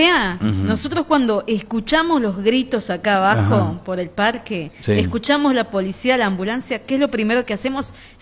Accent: Argentina; Nosotros como argentinos

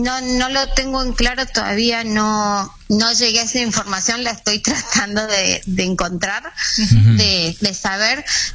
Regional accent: Tucumán, Argentina; porque el sándwich milanesa nos representa a todos como tucumanos, como cultura, y todos los tucumanos lo defendemos a capa y espada.

